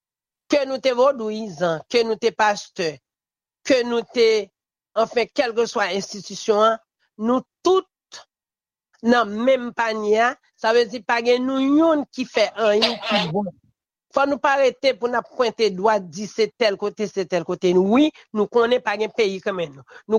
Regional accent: Haiti; Moi-même en tant que haïtien

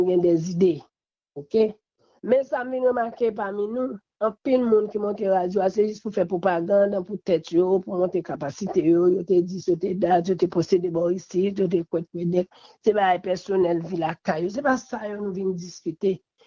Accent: Haiti; Je ne crois pas que c'est seul président Aristide, en tant que haïtien seulement, que nous gagnons.

